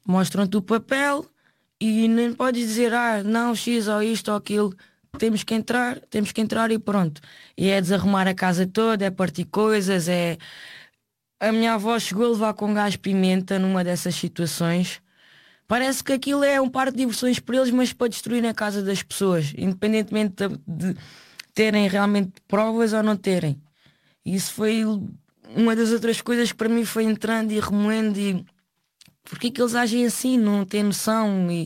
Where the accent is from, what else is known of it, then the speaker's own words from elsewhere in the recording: Portugal; eu estudei, eu cresci aqui, é o país onde eu nasci